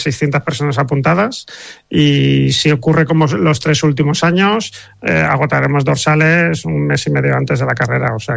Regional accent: Elche, Valencian Community, Spain

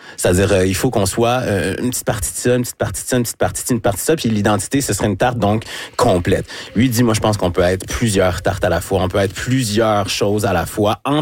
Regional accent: Quebec City, Quebec, Canada; born there; Je ne suis pas né au Sénégal. Je suis né à Québec. Je suis né à Québec, deux parents sénégalais, cela dit, qui étudiaient à l'Université Laval.

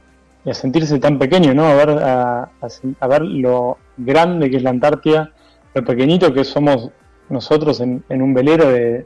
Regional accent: Buenos Aires Province, Argentina; De las afueras de Buenos Aires.

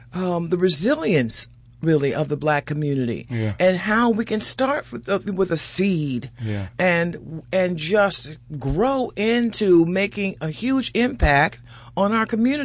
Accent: Miami, Florida, United States; I'm originally from Miami, Florida.

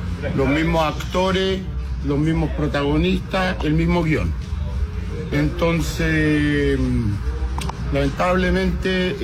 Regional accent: Puerto Montt, Los Lagos, Chile; Mire, como dicen en mi tierra, en Puerto Montt, el que le quede bueno el poncho, que se lo ponga.

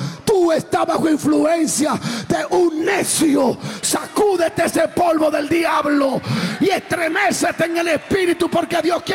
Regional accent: Dominican Republic; Yo soy dominicano.

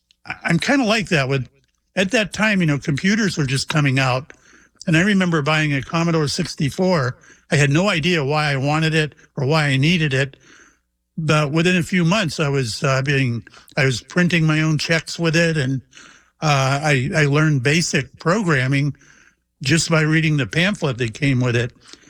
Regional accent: Mayport, Florida, United States; born or raised there

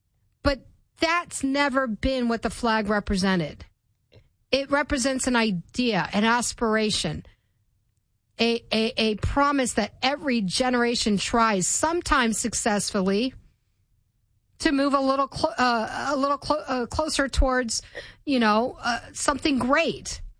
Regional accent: United States; Because for me, if anything, I'm American first.

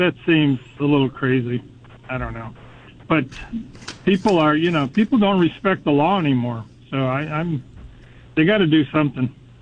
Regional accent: Detroit, Michigan, United States; I grew up in Detroit, so I'm a Lions fan

